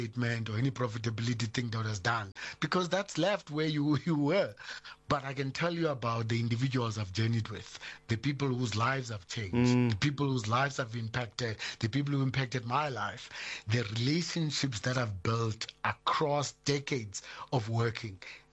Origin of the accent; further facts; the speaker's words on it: South Africa; both either in my Xhosa tradition, or when I extend it to being a South African, or extend it to being an African